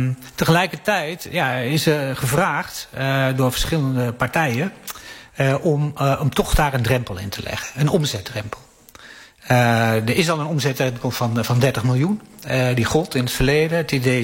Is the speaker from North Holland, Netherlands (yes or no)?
no; Gelderland, Netherlands; ik kom uit de Achterhoek.